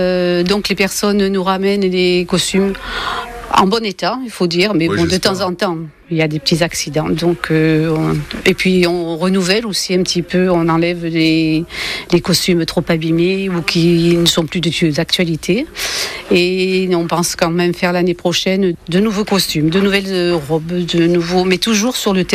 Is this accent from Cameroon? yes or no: no; Piolenc, Provence-Alpes-Côte d'Azur, France; je suis de Piolenc